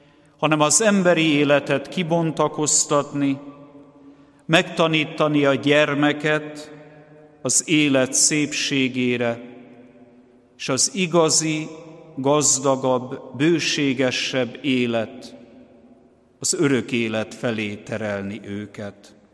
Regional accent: Hungary

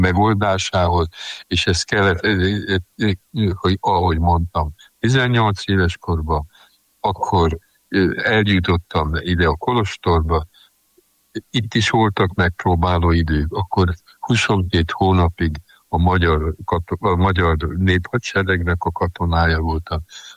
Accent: Sopron, Győr-Moson-Sopron, Hungary; hát most soproni vagyok

